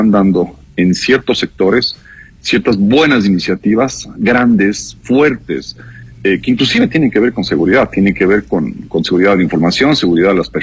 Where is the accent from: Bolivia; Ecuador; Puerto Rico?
Ecuador